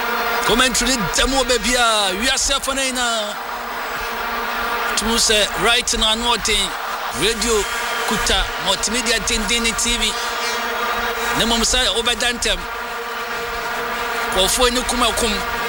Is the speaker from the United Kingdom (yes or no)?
yes; Coventry, West Midlands, United Kingdom; I'm from Coventry.